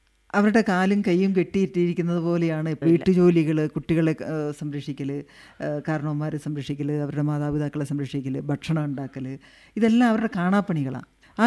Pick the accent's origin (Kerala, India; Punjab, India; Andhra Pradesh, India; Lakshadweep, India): Kerala, India; Komalikkudi; വൈസൻവാലിയിൽ തന്നെ കോമാളിക്കുടി പ്രദേശത്താണ് ഞാൻ ജനിച്ചു വളർന്നത്.